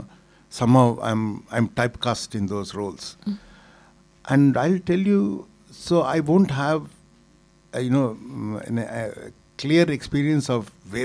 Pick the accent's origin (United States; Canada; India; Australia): India; South India; because I'm South Indian, and you know, if somebody touches the feet, you feel uncomfortable.